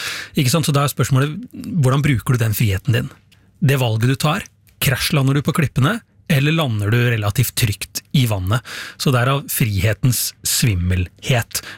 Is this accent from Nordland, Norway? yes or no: no; Porsgrunn, Telemark, Norway; det var cup hjemme i Porsgrunn. Jeg var kanskje 11-12 år gammel